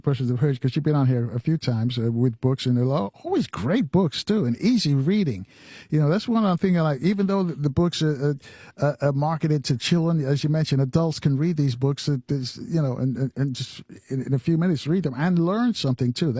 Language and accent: English; New York, United States; Yeah, it kind of reminds me, growing up in New York, there were several newspapers at one time